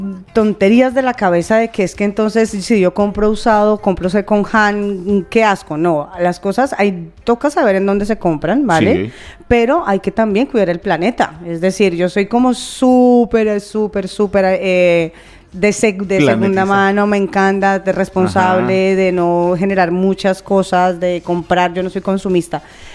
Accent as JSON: {"language": "Spanish", "town": "Madrid", "region": "Community of Madrid", "country": "Spain", "moved": "yes", "said": "Yo, por ejemplo, tengo grupos de WhatsApp, como vengo de Madrid."}